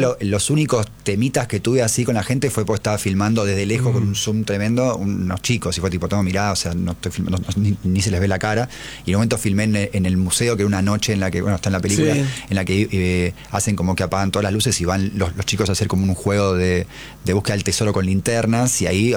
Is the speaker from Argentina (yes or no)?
yes; Argentina; lo único que nos une así como argentinos